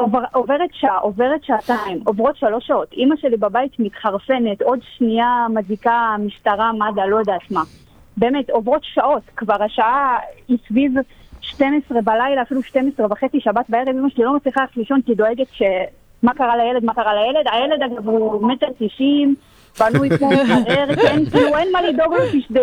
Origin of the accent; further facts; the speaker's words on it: Yavne, Central District, Israel; הוא רוצה להוציא גימלים, אנחנו מיבנה, והביקור רופא הקרוב היה באשדוד.